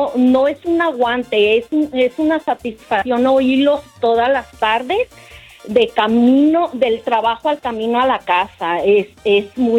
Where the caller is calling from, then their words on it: Perris, California, United States; Vivo en Perris, California.